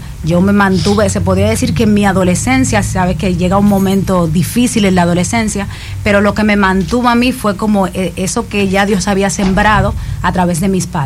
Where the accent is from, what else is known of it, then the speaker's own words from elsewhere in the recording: La Romana, Dominican Republic; Claro que sí, sí, soy de aquí, de La Romana. Villahermosa, nací en Villahermosa.